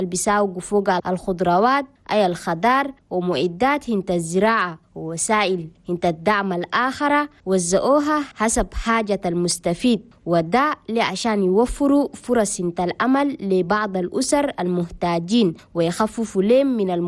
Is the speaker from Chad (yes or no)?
yes; Chad